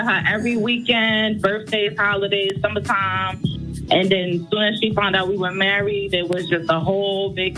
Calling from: New York City, New York, United States

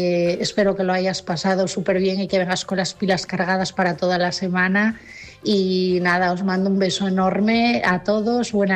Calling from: Asturias, Spain; de Asturias y mi mensaje esta noche es para Leticia.

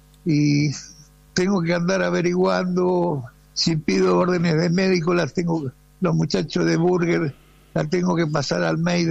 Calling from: Buenos Aires, Argentina; yo estoy acá en Macro, Diagonal Norte y Bartolomé Mitre.

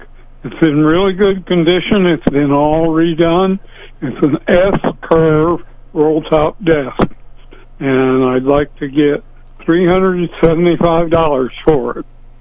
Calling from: Norborne, Missouri, United States; Oh, Norburn, Missouri.

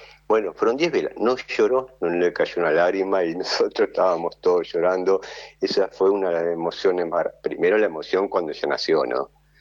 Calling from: Tolosa, Buenos Aires Province, Argentina; soy de Tolosa

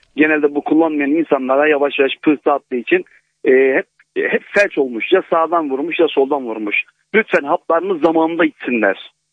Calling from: Osmaniye, Turkey; Osmaniye'den arıyorum sizi.

